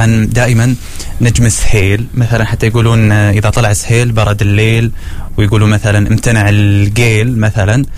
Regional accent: Oman; موسم معين عندنا في عمان

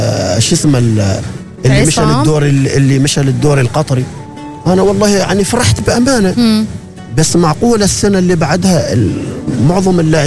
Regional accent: Oman; إحنا كعمانيين

